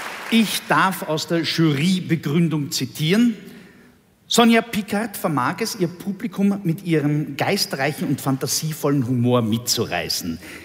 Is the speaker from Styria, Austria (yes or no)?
no; Vienna, Austria; Naja, schauen Sie, ich komme aus Wien.